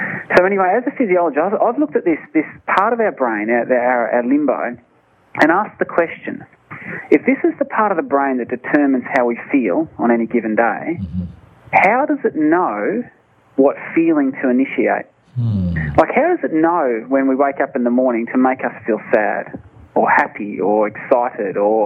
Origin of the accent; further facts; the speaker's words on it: Australia; Now, I, being an Australian, we have a habit of, it as many ills, that one line, being an Australian.